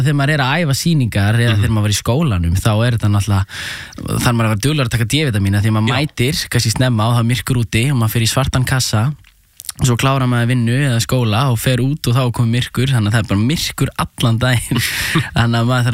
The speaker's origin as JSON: {"language": "Icelandic", "town": "Reykjavík", "region": "Capital Region", "country": "Iceland", "tie": "born or raised there", "said": "ég ólst upp í hérna í Árbænum fyrst í Norlingaholtinu og svo í Ártúninu var ég Árbæðaskóla og hérna var æfa fótbolta með Fylki"}